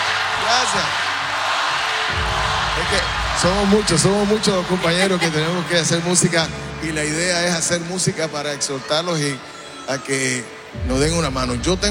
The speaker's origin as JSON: {"language": "Spanish", "country": "Puerto Rico", "said": "Yo soy puertorriqueño salsero y agradecido de estas dos naciones que han sido para nosotros un gran apoyo."}